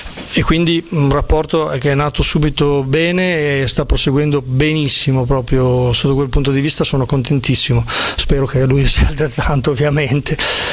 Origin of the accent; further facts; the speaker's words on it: Sasso Marconi, Emilia-Romagna, Italy; io sono di Sasso Marconi, no? Quindi un paesino piccolo, tantissimi tifosi del Bologna, se non tutti